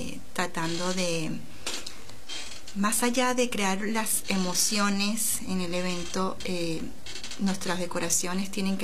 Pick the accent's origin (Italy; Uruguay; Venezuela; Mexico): Venezuela; moved away as an adult; nosotras somos venezolanas, tenemos 8 años en este país